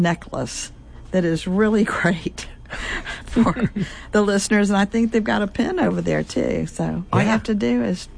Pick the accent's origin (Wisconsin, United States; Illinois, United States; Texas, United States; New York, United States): Texas, United States; I'm from Texas